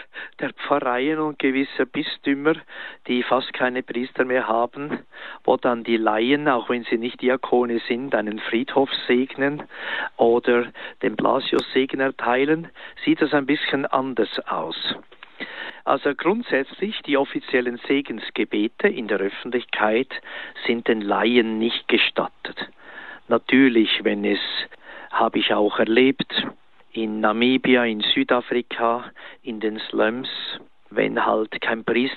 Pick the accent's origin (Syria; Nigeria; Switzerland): Switzerland; Lachen, Schwyz; now in Steinen, Switzerland; Und ich bin aufgewachsen in Lachen am Zürichsee.